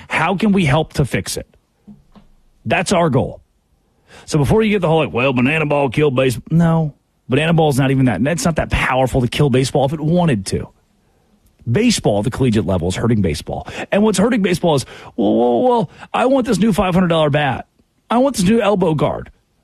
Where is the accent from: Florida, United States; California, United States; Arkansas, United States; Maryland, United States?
Arkansas, United States; as an Arkansas Razorbacks fan growing up in Arkansas